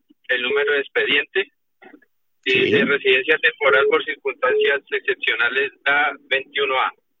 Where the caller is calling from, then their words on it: Madrid, Community of Madrid, Spain; de Madrid.